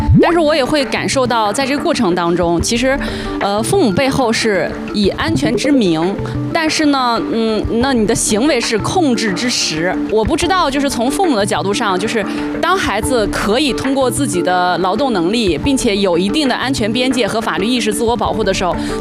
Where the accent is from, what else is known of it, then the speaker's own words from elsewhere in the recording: Shijiazhuang, Hebei, China; 我是石家庄人